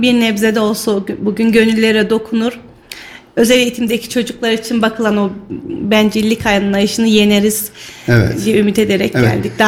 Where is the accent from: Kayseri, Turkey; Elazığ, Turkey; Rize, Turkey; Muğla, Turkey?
Kayseri, Turkey; born there; also born or lived in Ankara; 1981 yılında Kayseri'de doğdum. Nevşehir Kozaklılıyım aslen.